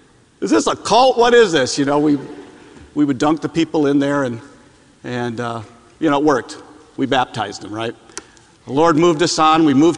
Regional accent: Michigan, United States; I'm from Michigan, so born and raised Wolverine fan, so...

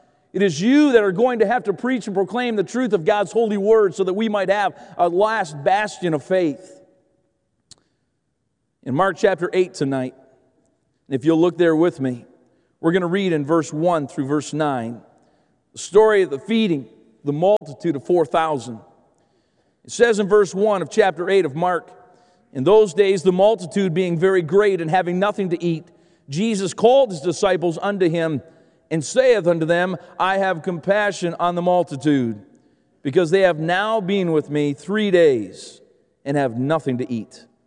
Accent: Canada; moved away; I'm Canadian.

